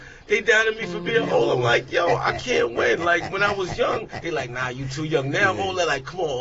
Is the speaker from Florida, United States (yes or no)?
no; Roosevelt, New York, United States; born or raised there